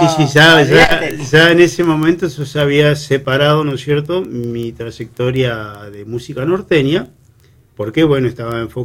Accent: Río Gallegos, Santa Cruz, Argentina; soy nacido y criado acá en Río Gallegos.

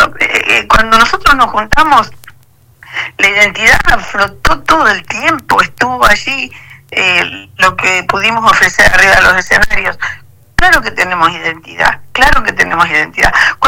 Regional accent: Patagonia, Argentina; nosotros somos patagónicos, y hay algo que nos da identidad. Y eso por ahí que como somos una región joven con respecto a las provincias del norte

